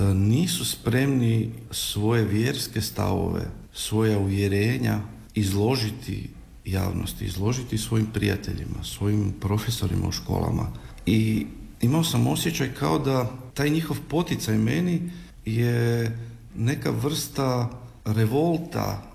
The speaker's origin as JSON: {"language": "Croatian", "town": "Skopje", "country": "North Macedonia", "tie": "born or raised there", "moved": "yes", "said": "ja sam odrastao u Skopju, u obitelji janjevačkih Hrvata."}